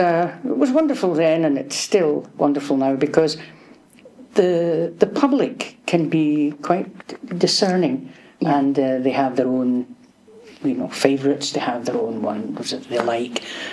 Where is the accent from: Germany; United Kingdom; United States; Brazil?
United Kingdom; Glasgow, Scotland; I just started in my hometown of Glasgow.